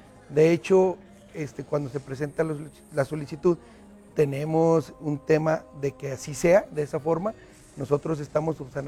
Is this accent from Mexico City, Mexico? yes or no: no; Fresnillo, Zacatecas, Mexico; Él te puede asegurar que somos de Fresnillo.